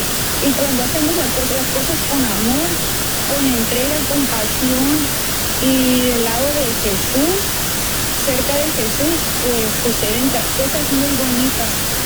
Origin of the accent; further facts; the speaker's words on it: Navojoa, Sonora, Mexico; now in Mexicali, Mexico; Soy originaria de Navajo, Sonora, pero vivo en Mexicali. Ahí residía mi papá, mi esposo, todos ahí están.